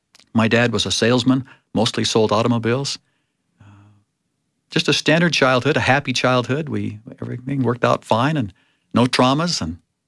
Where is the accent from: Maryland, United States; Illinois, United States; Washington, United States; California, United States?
California, United States; Torrance; also born or lived in Lomita, California / Long Beach, California; now in Salt Lake City, United States; my family moved 2 miles north to a town called Torrance and lived there for about 11 years.